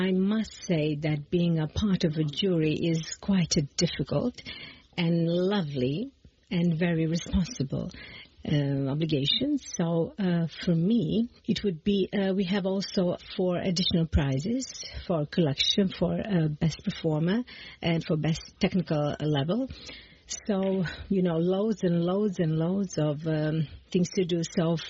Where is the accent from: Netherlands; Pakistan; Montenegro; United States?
Montenegro; I'd like to say a great greetings for your listeners. … I come from Montenegro, Radio Montenegro.